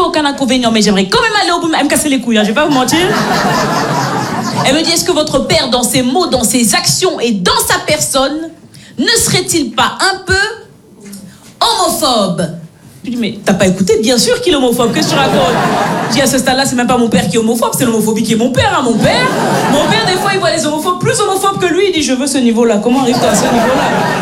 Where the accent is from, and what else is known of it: Belgium; born or raised there